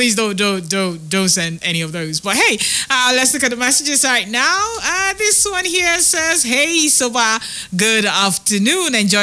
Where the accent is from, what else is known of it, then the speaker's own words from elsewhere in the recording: Nigeria; I'm Nigerian first before an Arsenal fan. I'm Nigerian first. What matters at the end of the day? I'm Nigerian. Eh? A blue-blooded Nigerian